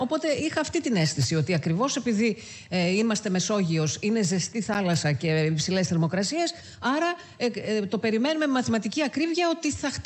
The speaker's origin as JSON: {"language": "Greek", "region": "Crete", "country": "Greece", "tie": "born or raised there", "said": "μου θυμίζει όταν ήμουν μικρή στην Κρήτη, στο χωριό του μπαμπά μου"}